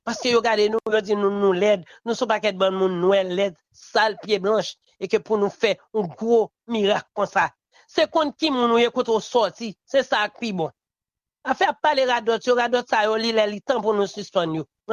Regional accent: Haiti; je sens que je suis frustré en tant que haïtien

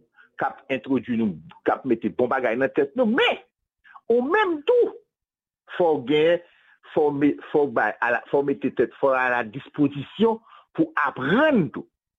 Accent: Haiti

